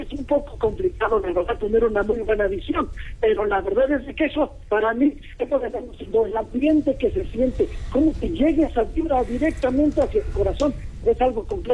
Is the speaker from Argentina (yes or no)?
no; Mexico; lo que sería un excelente triunfo y tener esa unidad que tanto nos hace falta aquí como mexicanos.